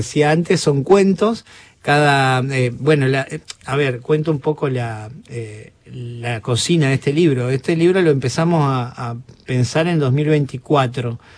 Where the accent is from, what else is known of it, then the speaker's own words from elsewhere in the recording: Colón, Entre Ríos, Argentina; porque soy de Colón y porque quería contar un poco eso